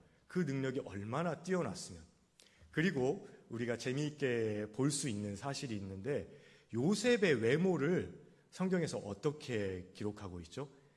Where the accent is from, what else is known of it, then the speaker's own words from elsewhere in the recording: Jeolla, South Korea; accent: Jeolla dialect; 저는 전라도 사투리로